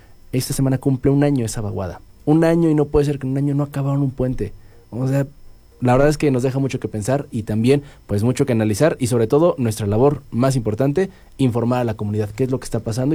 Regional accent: San Agustín Tlaxiaca, Hidalgo, Mexico; Nos fuimos al municipio de San Agustín Tlaxiaca, sí, precisamente sí, donde somos originarios

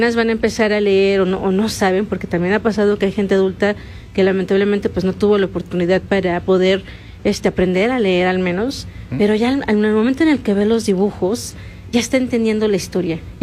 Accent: Tlaxcala, Mexico; en este caso pues venimos de Tlaxcala, entonces bueno, Tlaxcala tiene una gran historia

